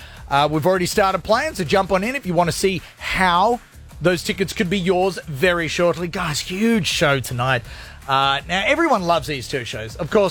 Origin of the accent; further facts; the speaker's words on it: Gold Coast, Queensland, Australia; I'm from the Gold Coast, so I can say that joke.